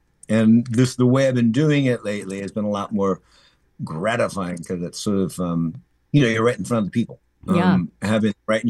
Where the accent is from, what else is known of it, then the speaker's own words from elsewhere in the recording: Minneapolis, Minnesota, United States; growing up in Minneapolis, it's the most diverse community I can imagine growing up in.